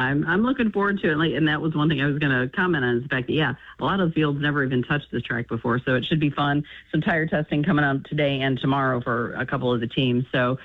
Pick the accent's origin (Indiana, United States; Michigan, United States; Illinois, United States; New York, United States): Illinois, United States; go to the Chicagoland track, which Joliet is probably about a little less than an hour northwest of my hometown.